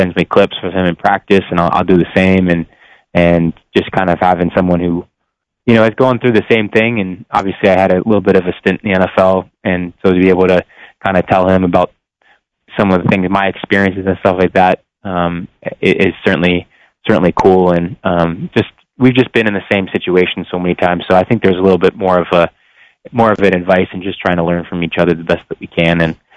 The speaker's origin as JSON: {"language": "English", "country": "Canada", "tie": "born or raised there", "said": "it's been awesome to be able to do it here in my home country"}